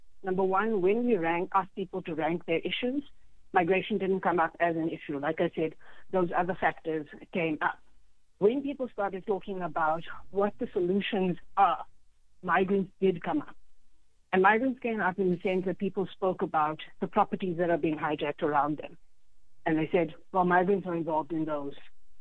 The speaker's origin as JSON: {"language": "English", "town": "Johannesburg", "region": "Gauteng", "country": "South Africa", "said": "I come from El Dorado Park."}